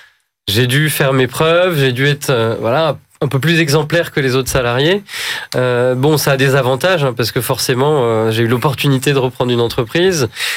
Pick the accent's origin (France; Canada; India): France; Orléans, Centre-Val de Loire; Moi je viens d'Orléans.